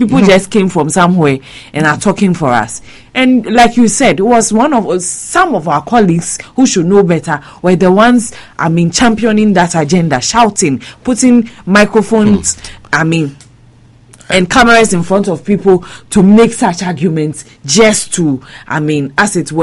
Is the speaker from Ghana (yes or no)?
yes; Ghana; See, growing up in Vapo, we were attending LA Senior High.